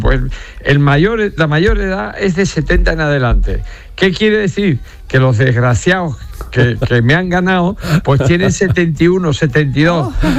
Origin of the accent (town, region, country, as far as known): Andalusia, Spain